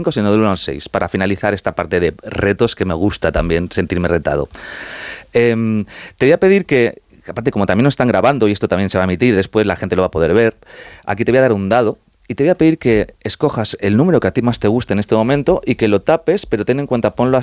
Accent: Madrid, Community of Madrid, Spain; La verdad es que yo estoy un poco dividido porque fíjate, mis padres son argentinos, yo soy madrileño.

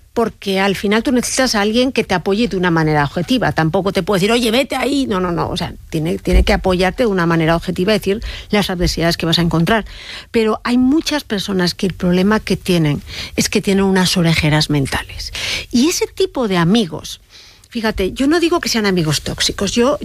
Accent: Madrid, Community of Madrid, Spain; yo soy madrileña, y me acuerdo cuando me quería ir a Inglaterra a estudiar.

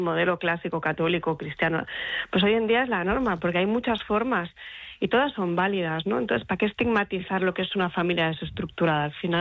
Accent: Gijón, Asturias, Spain; yo soy de provincias, yo soy de Gijón además

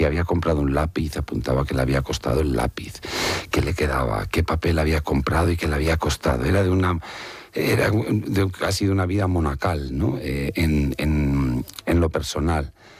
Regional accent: Spain; nos da mucha esencia de lo que somos como españoles

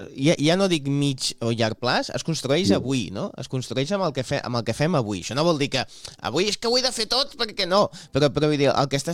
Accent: Barcelona, Catalonia, Spain; Jo que sóc de Sants veig passar molts trens, no?

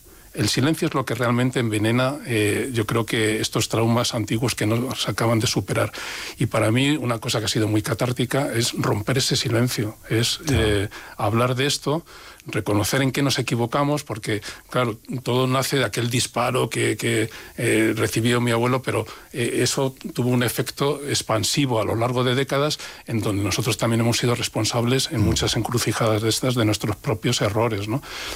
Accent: Madrid, Community of Madrid, Spain; born there; Madrid, al barrio de Usera, que es donde yo nací, muy orgulloso de nacer allí en Usera.

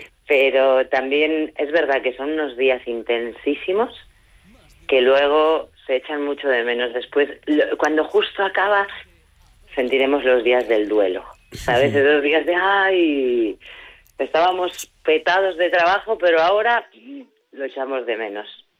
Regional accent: La Rioja, Spain

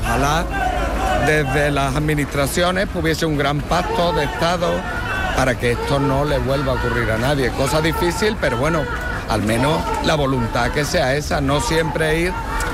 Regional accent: Berrocal, Andalusia, Spain; un orgullo también de ver a mi pueblo que se ha desplazado en masa

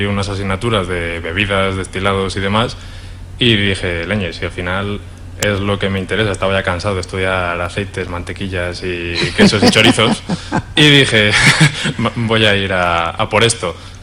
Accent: Guadalajara, Castilla-La Mancha, Spain; Yo empecé en Madrid, porque yo vengo desde Guadalajara.

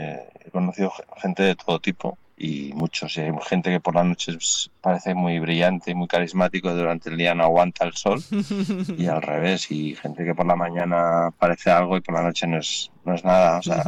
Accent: Barcelona, Catalonia, Spain; yo hablo de Barcelona porque es mi ciudad, yo he nacido aquí, mis padres nacieron aquí, mis abuelos, parte de ellos, nacieron aquí y es la ciudad que yo entiendo por cómo se relaciona la gente

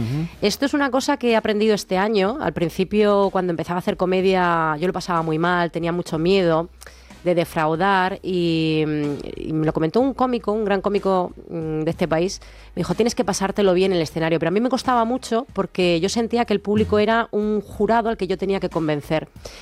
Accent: Bilbao, Basque Country, Spain; ya me di cuenta de que era otra cosa, pero yo soy de Bilbao, no podía reculear, ¿sabes?

